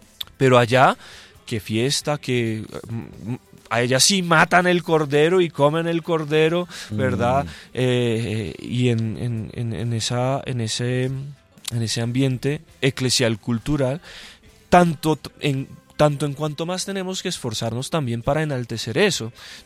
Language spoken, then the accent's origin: Spanish; Colombia; Como buenos colombianos nos gusta ducharnos